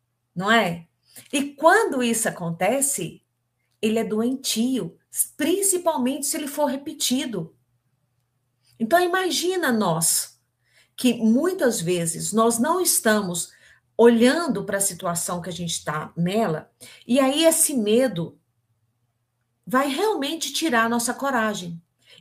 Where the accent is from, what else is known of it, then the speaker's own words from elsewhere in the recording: Minas Gerais, Brazil; não sei se vocês sabem, não sei se vocês sabem, eu sou mineira, então vocês sabem, né? E nossa, no, aqui dos mineiros é uma forma de dizer